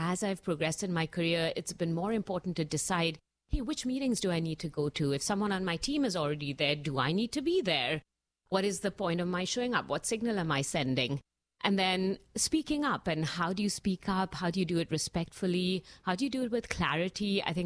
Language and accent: English; Mumbai, Maharashtra, India; moved away as an adult; now in United States; I was born in Mumbai and grew up. I actually spent my first 21 years there. I came to the U.S. to do my master's at Brandeis University